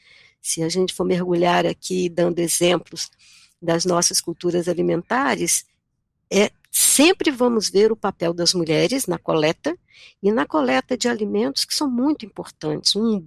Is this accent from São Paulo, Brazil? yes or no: no; Minas Gerais, Brazil; Conversando com vocês aqui agora, que estão em Minas, de onde sou, eu também sou mineira